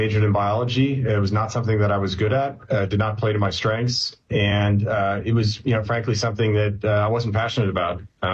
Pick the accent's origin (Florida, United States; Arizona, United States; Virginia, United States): Virginia, United States; Sure, absolutely. I'm only child from Northern Virginia, sir.